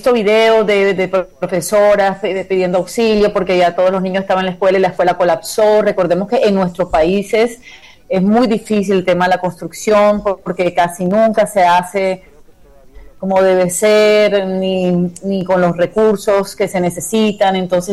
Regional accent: Colombia; now in Barranquilla, Colombia

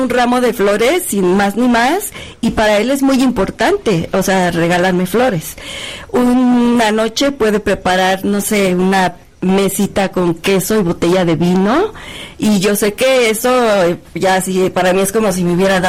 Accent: Mexico; Yo dije, él es ruso, pero yo soy mexicana.

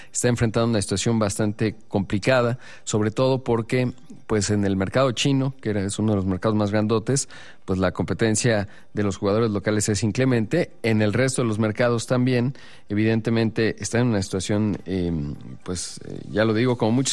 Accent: Mexico

